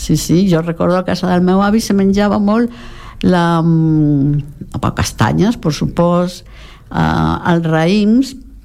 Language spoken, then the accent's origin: Catalan; Petín, Galicia, Spain; El meu poble és Petín de Valdeorras.